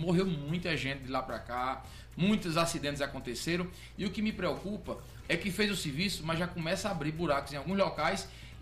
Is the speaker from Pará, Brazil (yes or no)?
no; Zé da Volta, Rio Grande do Norte, Brazil; born there; Aí nasci em Zé da Volta.